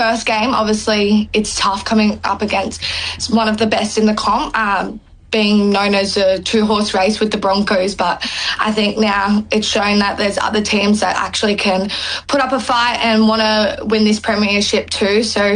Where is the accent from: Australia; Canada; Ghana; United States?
Australia; Gold Coast, Queensland; But yeah, growing up on the Gold Coast, I just wanted to give back to my community.